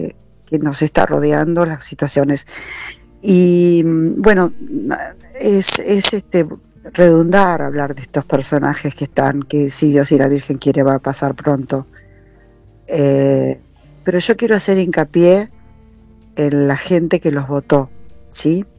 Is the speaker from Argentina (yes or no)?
yes; La Plata, Buenos Aires Province, Argentina; Yo soy de La Plata.